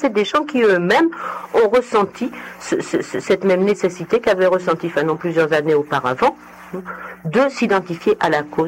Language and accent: French; Corsica, France; Moi, je suis corse, disons, je suis attaché à la Corse. J'ai mon pays, j'ai de la famille là-bas, j'ai une petite maison.